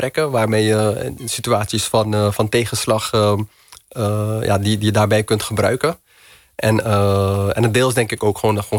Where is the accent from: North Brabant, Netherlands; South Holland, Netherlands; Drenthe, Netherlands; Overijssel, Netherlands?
South Holland, Netherlands; Rotterdam; Ik kom uit Rotterdam